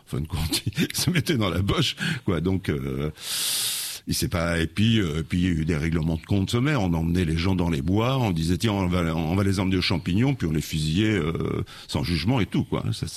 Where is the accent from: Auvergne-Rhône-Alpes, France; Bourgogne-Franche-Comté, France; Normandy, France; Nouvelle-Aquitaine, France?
Auvergne-Rhône-Alpes, France; j'ai créé un village fictif, qui est mon village natal dans l'Allier, mêlé à celui du Chambon-sur-Lignon